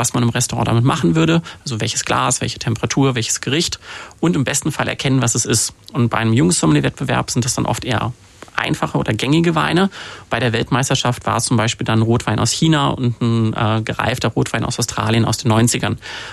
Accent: Cologne, North Rhine-Westphalia, Germany; Ich komme aus Köln. Das ist eine Stadt, die eher für Bier als für Wein bekannt ist.

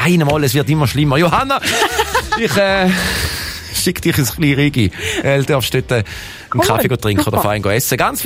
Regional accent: Thurgau, Switzerland; Muss ich mich jetzt also gerne wie allen Ostschweizer entschuldigen für das Zürichische Eis. Das geht also gar nicht als Thurgauer.

